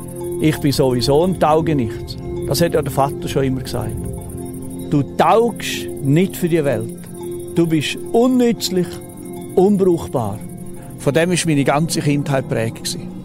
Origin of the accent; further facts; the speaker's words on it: Switzerland; habe ich die Armeewaffe geladen, die ich als Schweizer Soldat in der Stube hatte.